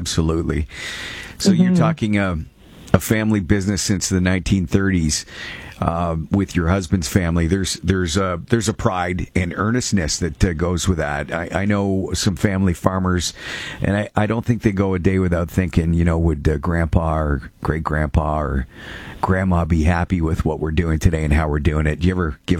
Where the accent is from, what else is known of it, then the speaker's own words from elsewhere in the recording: Brantford, Ontario, Canada; I'm from the area. I'm from Brantford, Ontario, originally.